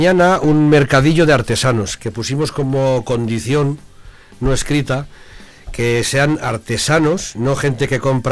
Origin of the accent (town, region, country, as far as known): Sanzoles, Castile and León, Spain